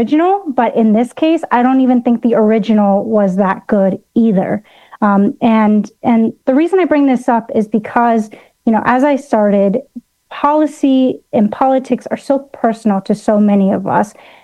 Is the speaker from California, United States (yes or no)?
yes; Los Angeles, California, United States; I grew up in Los Angeles. My family actually used to drive to Tijuana, to Mexico, cross the border in order to get medical help, to get healthcare.